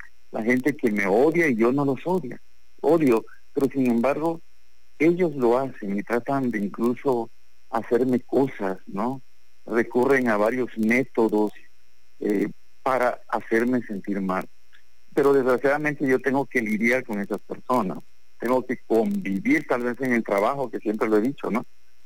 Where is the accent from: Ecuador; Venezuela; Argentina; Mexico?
Mexico; Huimanguillo, Tabasco; en el pueblo, ¿no? Hablo de Guimanguillo